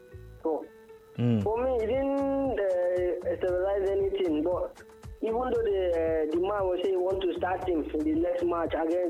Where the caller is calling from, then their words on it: Onitsha, Anambra, Nigeria; I'm calling you from Onitsha.